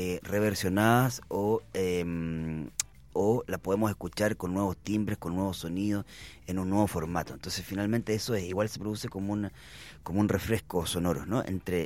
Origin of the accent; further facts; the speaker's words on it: Valparaíso, Chile; como nosotros somos porteños, también nos sentimos muy orgullosos de ser porteños y que en Valparaíso también existan tanto cultura y tanta gente que esté haciendo música